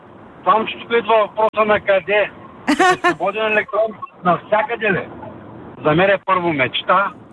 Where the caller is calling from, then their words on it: Varna, Varna Province, Bulgaria; съм от Варна.